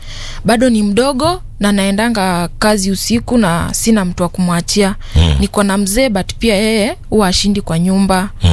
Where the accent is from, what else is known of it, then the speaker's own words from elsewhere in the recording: Kakamega, Kakamega County, Kenya; moved away as an adult; now in Nairobi, Kenya; Mimi nimetoka Kakamega, mzaliwa wa Kakamega. Ya nimelelewa huko.